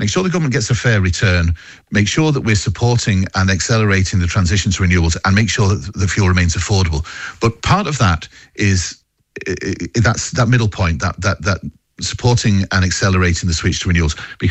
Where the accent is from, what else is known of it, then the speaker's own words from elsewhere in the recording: Munster, Ireland; despite my funny accent, North Cork is home to me, John.